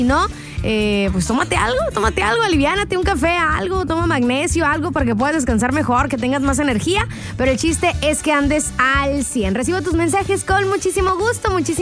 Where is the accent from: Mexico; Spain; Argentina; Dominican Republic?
Mexico; Navojoa, Sonora; saludos desde Navojoa, Sonora, mi pueblo querido. Mira nomás, así está el clima en Navojoa.